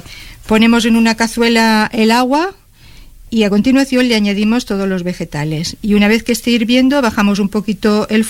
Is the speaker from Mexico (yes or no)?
no; Andalusia, Spain; moved away; soy andaluza